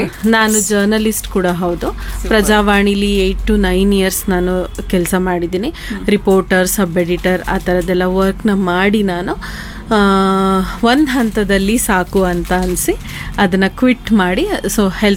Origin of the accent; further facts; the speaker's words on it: Balagodu, Karnataka, India; also born or lived in Sagar / Shivamogga; ನಾನು ಹುಟ್ಟಿ ಬೆಳೆದಿದ್ದು ಬಾಳ್ಗೋಡು ಅಂತ, ಸಾಗರ ತಾಲೂಕಲ್ಲಿ ಒಂದು ಪುಟ್ಟಹಳ್ಳಿ ಅಂತಲೇ ಹೇಳ್ಬೋದು. ಸೊ ನಾವು ಎಜುಕೇಷನ್ ಸ್ಟಾರ್ಟ್ ಮಾಡಿದಾಗ ಅಲ್ಲಿ ಎಜುಕೇಷನಿಗೆ ತುಂಬ ಇಂಪಾರ್ಟೆನ್ಸ್ ಕೊಟ್ಟಿರೋಂಥ ವಾತಾವರಣ ಏನಿರಲಿಲ್ಲ.